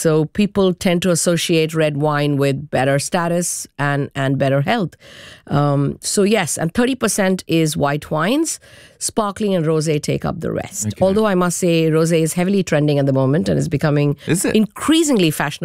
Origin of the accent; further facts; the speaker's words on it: India; moved away as an adult; as an Indian